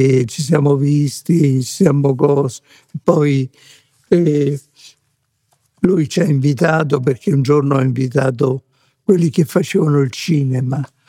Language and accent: Italian; Macerata, Marche, Italy; now in Rome, Italy; io facevo il chierichetto da ragazzino quando stavo a Macerata, poi quando sono venuto a Roma non andavo più in una messa